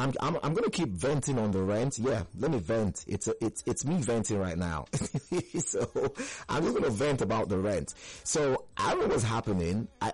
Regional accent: Nigeria

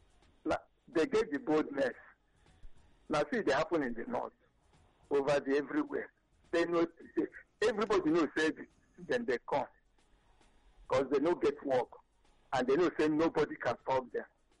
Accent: Imo, Nigeria; I'm not from the north, though. I'm from Imo State.

